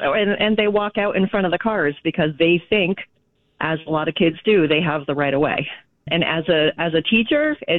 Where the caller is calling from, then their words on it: Webster, United States; I'm calling from Webster